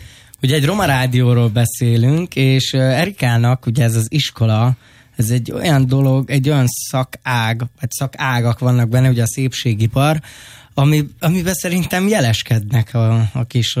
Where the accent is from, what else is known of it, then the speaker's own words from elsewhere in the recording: Hungary; mi magyarok szomorú nép vagyunk.